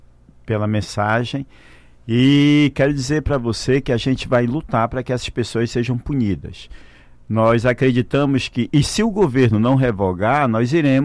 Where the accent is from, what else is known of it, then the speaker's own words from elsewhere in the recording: Roraima, Brazil; born there; porque eu vim para Roraima e não quero sair de Roraima. Roraima é minha terra natal